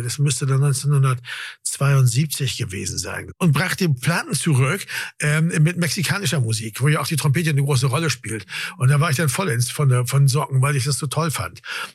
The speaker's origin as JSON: {"language": "German", "region": "Bremen", "country": "Germany", "tie": "born or raised there", "said": "als ich klein war, in der neuen Pfarr, wo ich aufgewachsen bin. Da war am Ende der Straße, am Wendehammer, war die Christuskirche."}